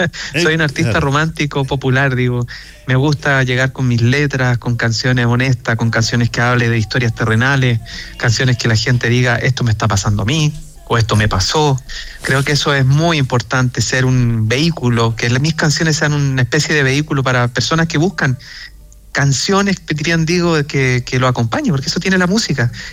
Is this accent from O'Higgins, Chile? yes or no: yes; Graneros, O'Higgins, Chile; now in Santiago, Chile; Yo soy oriundo y criado en Granero City